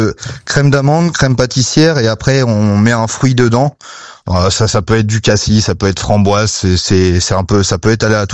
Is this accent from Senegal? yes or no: no; Le Havre, Normandy, France; moved away as an adult; Moi, je suis de Normandie, je suis du Havre la base.